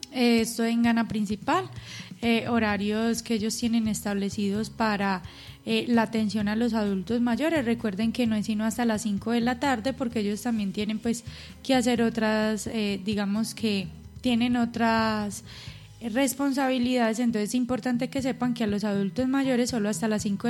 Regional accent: Antioquia, Colombia

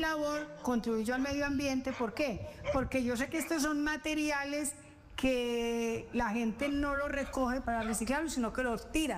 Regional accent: Valdivia, Antioquia, Colombia; nacida y criada en Valdivia.

